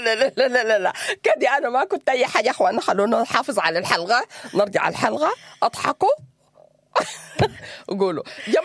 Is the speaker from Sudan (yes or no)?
yes; Sudan; بيسبب ضغط للمرأة هي المرأة، إحنا كمجتمع سوداني.